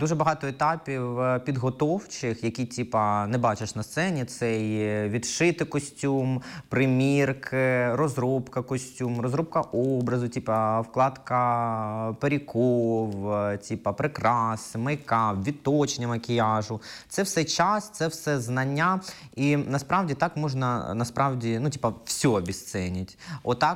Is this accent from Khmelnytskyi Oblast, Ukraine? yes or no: no; Kropyvnytskyi, Kirovohrad Oblast, Ukraine; Ні, я з Кропивницького.